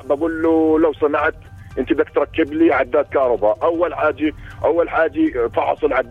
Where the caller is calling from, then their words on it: Deir al-Asal al-Fauqa, Hebron Governorate, Palestine; وبالنسبه لقرانا انا في دير العسل الفوق اللي هي الخط الغربي على الخط الاخضر